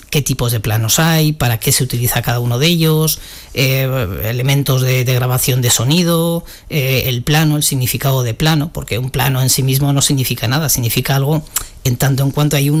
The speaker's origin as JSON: {"language": "Spanish", "town": "Alsasua", "region": "Navarre", "country": "Spain", "tie": "born or raised there", "said": "el recuerdo que yo tengo de ir al cine por primera vez era en un pueblecito donde vivía de pequeño, en Alsasua, ir con mi abuela."}